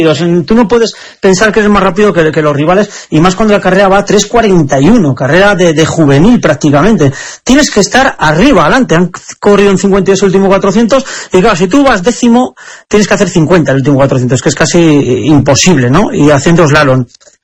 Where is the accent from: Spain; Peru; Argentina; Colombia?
Spain; Aranda de Duero, Castile and León; además en mi pueblo, en Aranda de Duero, en la milla